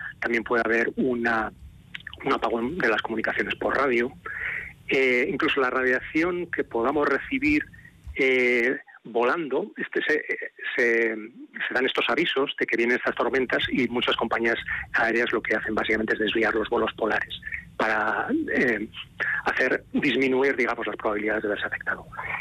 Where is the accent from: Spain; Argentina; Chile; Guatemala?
Spain; Pamplona, Navarre; Decía, soy de Lodosa, en realidad son mis padres, yo soy de Pamplona, y mis abuelos, pero allí vive mi hermano